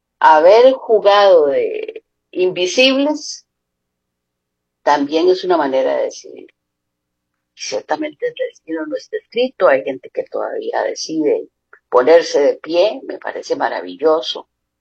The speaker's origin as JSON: {"language": "Spanish", "country": "Costa Rica", "said": "somos costarricenses, no podemos quitarnos ese ADN"}